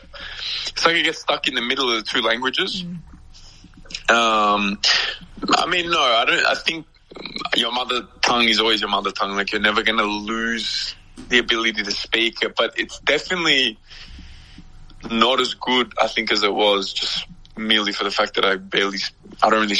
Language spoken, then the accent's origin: English; Australia; accent: Australian; moved away; people have told me, like, you know, even my mom or friends or whatever, that I've lost my Australian accent. To me, I don't really notice it. Maybe it was a bit stronger when I was in Australia